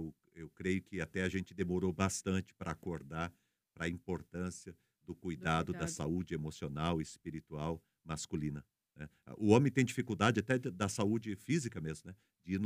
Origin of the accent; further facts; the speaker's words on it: Brazil; Somos brasileiros